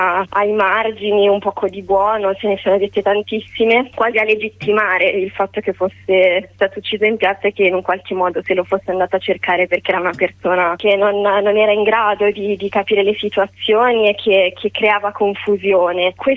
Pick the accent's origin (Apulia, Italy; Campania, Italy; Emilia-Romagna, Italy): Emilia-Romagna, Italy; Bologna; io sono di Bologna, dall'interesse a capire perché è una città che ha coltivato e che coltiva tuttora in modo molto forte la memoria storica